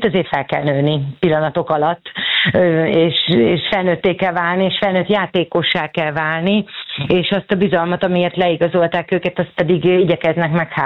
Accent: Hungary; mert természetesen magyarként annak örültünk volna, hogyha Győr nyeri ezt a Bajnokok Ligáját

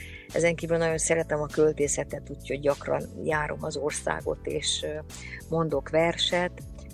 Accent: Kaposvár, Somogy, Hungary; born there; Hát Somogyi vagyok, kaposvári születés

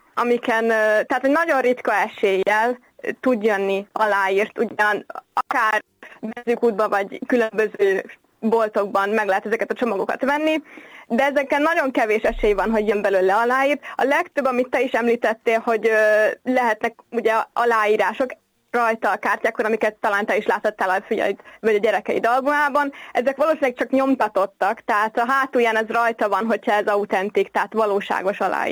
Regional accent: Hungary; Így van, de hát ugye magyarok vagyunk

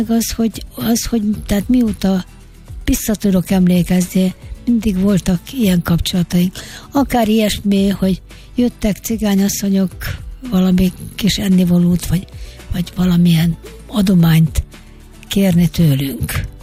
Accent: Mezőtúr, Jász-Nagykun-Szolnok, Hungary; Én mezőtúri vagyok, ez egy alföldi középváros

